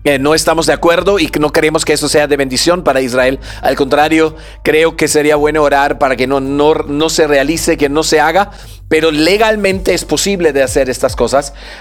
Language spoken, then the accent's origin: Spanish; Peru